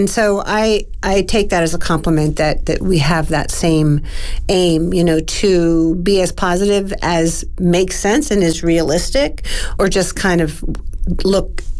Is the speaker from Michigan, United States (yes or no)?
no; New Orleans, Louisiana, United States; You know, we can go anywhere in the world, and when we say we're from New Orleans, people's faces just light up